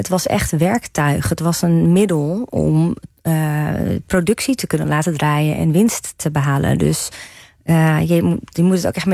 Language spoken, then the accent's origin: Dutch; Netherlands